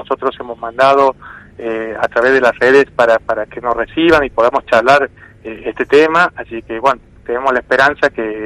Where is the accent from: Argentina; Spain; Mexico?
Argentina; Santiago del Estero; yo soy de Santiago del Estero.